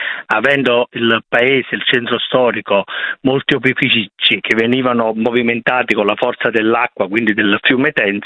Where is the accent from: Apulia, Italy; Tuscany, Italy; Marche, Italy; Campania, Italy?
Campania, Italy; Campagna; ma non perché sono di Campania